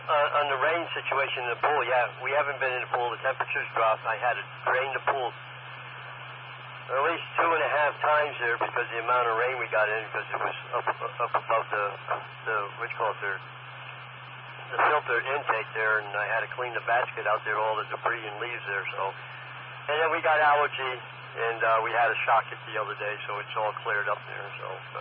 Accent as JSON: {"language": "English", "town": "Norwalk", "country": "United States", "tie": "born or raised there", "said": "when I grew up in Norwalk, we had a pool."}